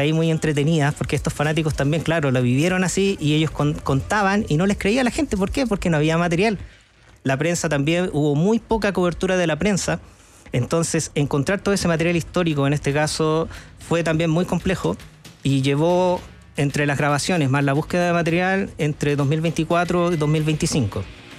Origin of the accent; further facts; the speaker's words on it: Chile; Entonces es algo que yo siento que como chilenos debemos sentir un orgullo